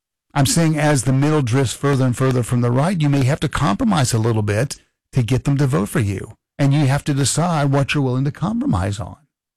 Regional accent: Kentucky, United States; I'm in Fayette County. It's $3.57 a gallon. My hometown county, Hancock County, $3.40.

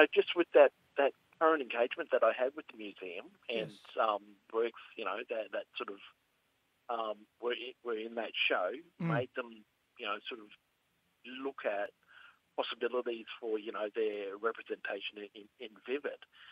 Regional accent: Queensland, Australia; also born or lived in Moa Island; Well, I grew up on First Island, family from Moa Island, up in Torres Straits.

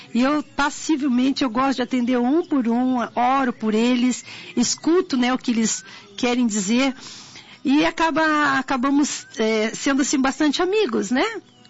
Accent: São Paulo, Brazil; moved away as an adult; also born or lived in Bahia; Eu porém fui criada em São Paulo.

